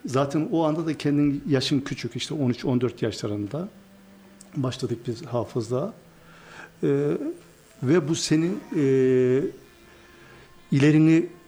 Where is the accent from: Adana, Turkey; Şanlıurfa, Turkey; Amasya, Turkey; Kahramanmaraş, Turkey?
Amasya, Turkey; Aslında ben Amasyalıyım. Amasya Büyükahmet Lisesi'nde hafızlığımı yaptım.